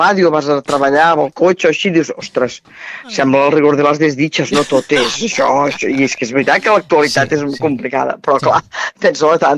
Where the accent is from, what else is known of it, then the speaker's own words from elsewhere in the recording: Terrassa, Catalonia, Spain; Jo sóc de Terrassa